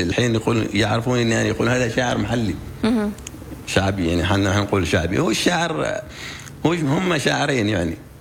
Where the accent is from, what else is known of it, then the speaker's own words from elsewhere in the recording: Oman; accent: Omani; بنسمعها بلهجة عمانية؟ لا،